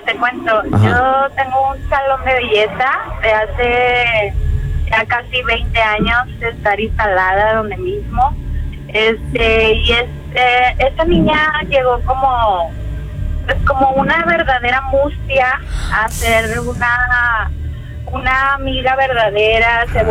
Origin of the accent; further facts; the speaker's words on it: Monterrey, Nuevo León, Mexico; Yo soy de Monterrey, Nuevo León.